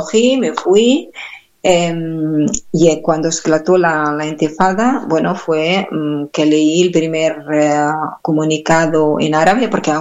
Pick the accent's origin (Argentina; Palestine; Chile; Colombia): Palestine; moved away as an adult; now in Catalonia, Spain; yo decía soy palestina, from Palestine